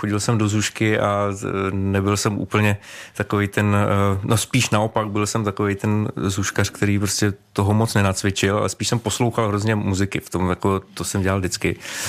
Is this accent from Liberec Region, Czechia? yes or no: no; Hradec Králové, Hradec Králové Region, Czechia; já jsem z Hradce Králové, takže já